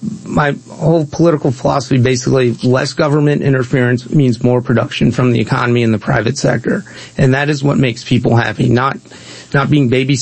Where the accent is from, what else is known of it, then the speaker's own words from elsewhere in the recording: North Baltimore County, Maryland, United States; I'm born and raised in Baltimore County, North Baltimore County. I met my wife in North Baltimore County. We were married there, and now we're restoring a farmhouse built in 1844.